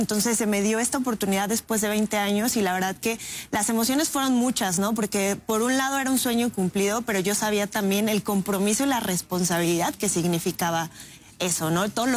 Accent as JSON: {"language": "Spanish", "country": "Mexico"}